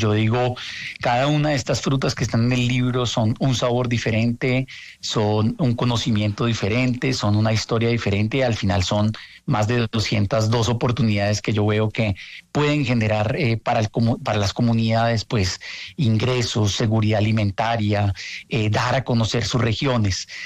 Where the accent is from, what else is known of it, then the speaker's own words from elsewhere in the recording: Colombia; sino en la medida que como colombianos también ingresemos y probemos nuevos sabores